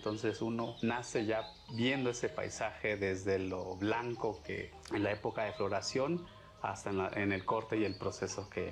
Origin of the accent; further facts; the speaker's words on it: Tanetze de Zaragoza, Oaxaca, Mexico; provengo de la comunidad de Tanetze, Zaragoza, el lugar y en donde producimos y vivimos con el café.